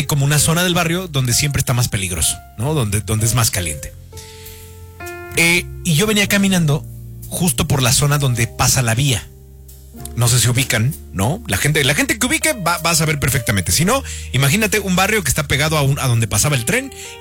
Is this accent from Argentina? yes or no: no; Mexico; yo crecí en la Flores Magón